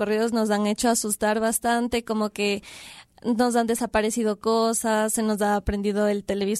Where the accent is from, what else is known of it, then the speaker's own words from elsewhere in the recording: Quito, Pichincha, Ecuador; somos varios jóvenes de Quito.